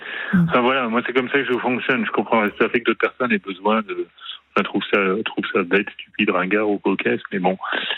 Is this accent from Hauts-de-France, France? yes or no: yes; Hauts-de-France, France; now in Savoie, France; je ne suis pas savoyard d'origine. Je viens des rivages de la mer du Nord.